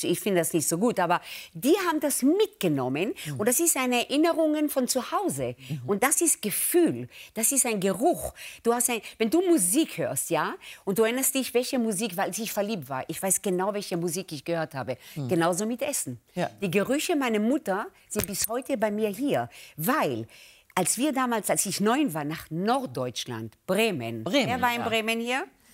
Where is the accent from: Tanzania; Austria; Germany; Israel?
Israel; German is a second language; Das heißt, ich bin aufgewachsen mit der Weltküche, weil wir als Kinder in Israel sind draußen aufgewachsen.